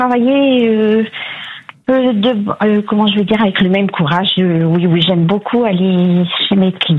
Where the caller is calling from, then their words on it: Abbeville, Hauts-de-France, France; je vous appelle de la Somme, d'Abbeville.